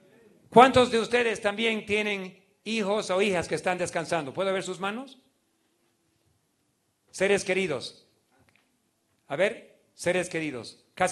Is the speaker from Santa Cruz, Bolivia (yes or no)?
no; Beni, Bolivia; yo tenía apenas 11 años de edad. Estábamos por volver, yo me crié en el Beni.